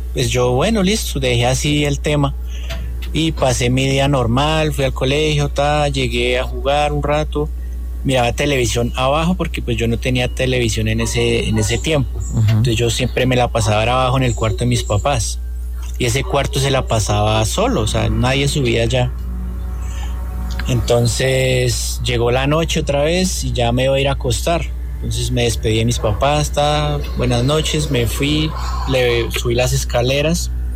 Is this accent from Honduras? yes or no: no; Tabio, Cundinamarca, Colombia; Eso fue en mi infancia en Tabio. Yo soy de Tabio.